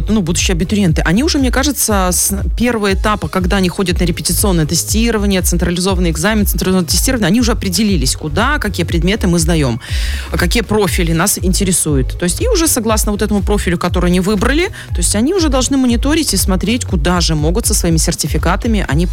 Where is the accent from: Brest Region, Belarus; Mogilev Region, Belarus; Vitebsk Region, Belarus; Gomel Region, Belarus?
Vitebsk Region, Belarus; Orsha; moved away; я сама вообще родом из Орши. И, понятно, в нашем городе нет высшего учебного заведения.